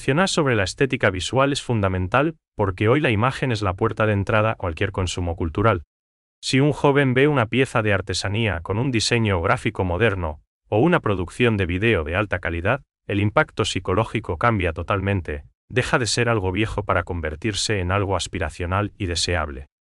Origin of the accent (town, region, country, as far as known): Paraguay